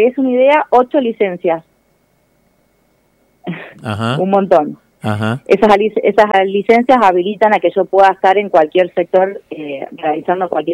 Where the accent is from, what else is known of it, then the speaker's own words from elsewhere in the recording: Santa Fe, Argentina; now in Mendoza, Argentina; Sí, en Mendoza. Somos, por ejemplo, soy la única santafesina, la única argentina